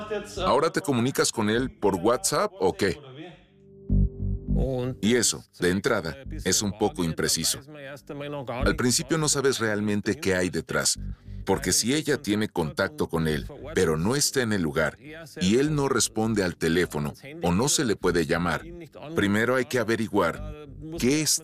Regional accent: Ramsau, Bavaria, Germany; Soy de Ramsau y tengo la suerte de trabajar aquí mismo.

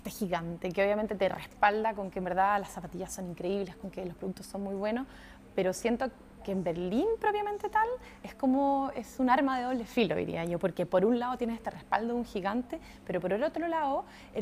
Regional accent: Santiago, Santiago Metropolitan Region, Chile; moved away; la gran comparación que tengo es con Santiago de Chile, que es donde más voy, de donde vengo, cuando voy a ver a mi familia.

